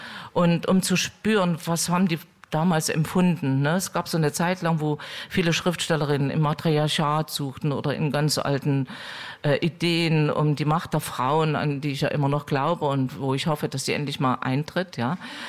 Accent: East Germany, Germany; Also ich komme aus der DDR

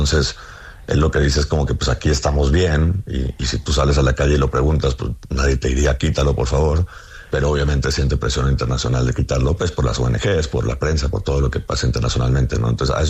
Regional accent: Colombia; now in Mexico; en algunos países latinoamericanos como Colombia, de donde soy, o de México, donde vivo

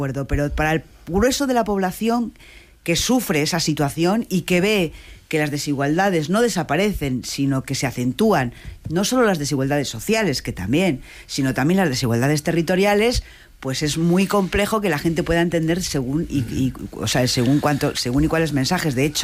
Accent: Castile and León, Spain; Yo soy de Castilla y León, que es una comunidad que tampoco es rica

